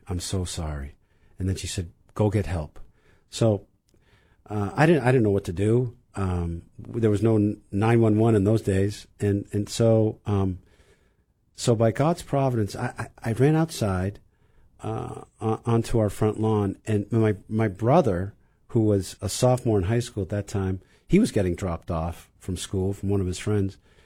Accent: Burlington, Vermont, United States; now in Wellesley, United States; I grew up in Burlington, Vermont.

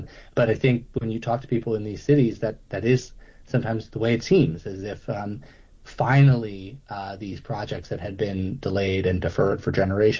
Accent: New York, United States; Take an example from my hometown of New York

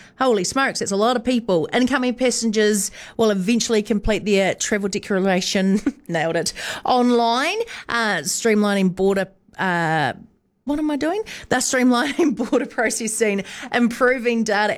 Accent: New Zealand

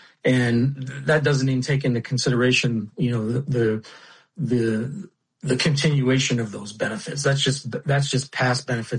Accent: Bath, Maine, United States; And I guess maybe because I'm from Bath, Maine, I'm a little partial to that.

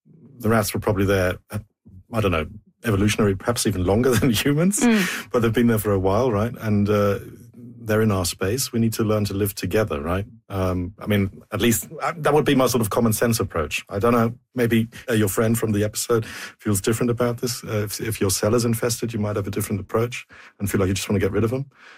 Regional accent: Germany; born or raised there

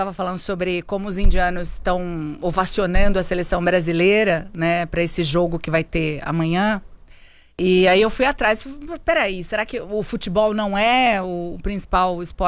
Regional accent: Campo Grande, Mato Grosso do Sul, Brazil; born there; Na minha cidade, Campo Grande

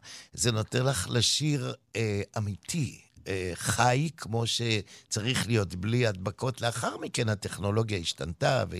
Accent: Tel Aviv, Tel Aviv District, Israel; born there; אני גדלתי לברכי הבוהמה התל אביבית

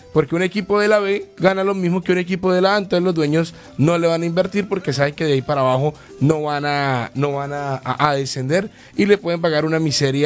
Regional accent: Colombia; nosotros somos conformistas los colombianos

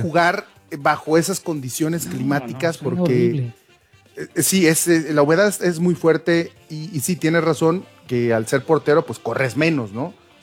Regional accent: Mexico

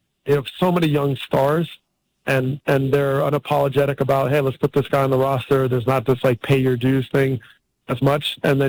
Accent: New Jersey, United States; I grew up in New Jersey, so I saw that tone

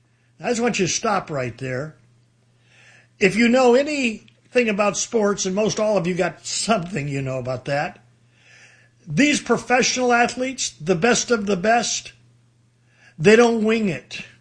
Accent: Detroit, Michigan, United States; I come from Detroit

